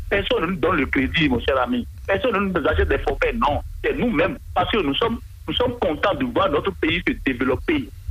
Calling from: Benin; Je vous appelle depuis Tidjilossi à Kogbato.

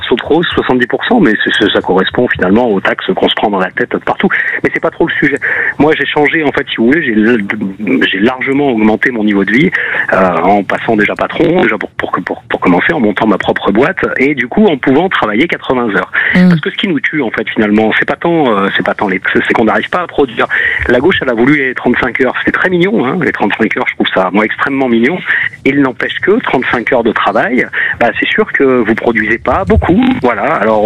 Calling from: Provence-Alpes-Côte d'Azur, France; je suis sur la Côte d'Azur, hein.

